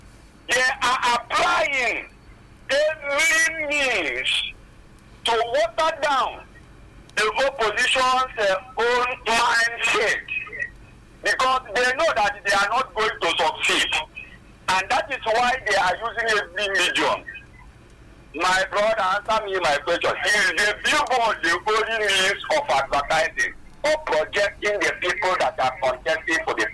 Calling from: Isoko, Delta, Nigeria; I'm calling from Isoko.

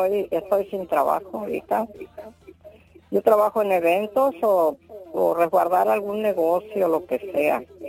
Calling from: Sinaloa, Mexico; yo soy cantante retirada, soy sinaloense.

